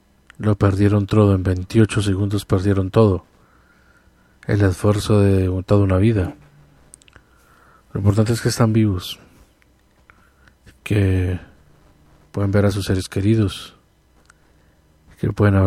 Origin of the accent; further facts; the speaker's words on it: Colombia; Somos colombianos